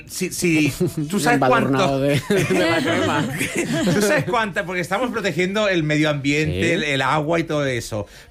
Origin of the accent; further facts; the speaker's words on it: Balearic Islands, Spain; Pero, a ver, yo soy de Menorca. El paraíso público de España es Menorca.